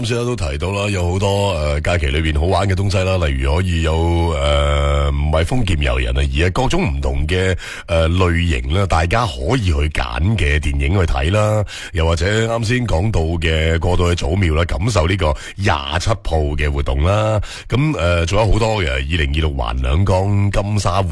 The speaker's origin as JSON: {"language": "Cantonese", "region": "Guangdong", "country": "China", "said": "成日我哋广东人都讲仲有一句话"}